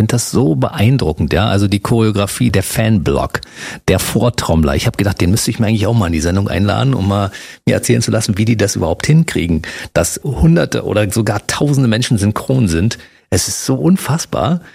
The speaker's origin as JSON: {"language": "German", "region": "Berlin", "country": "Germany", "tie": "born or raised there"}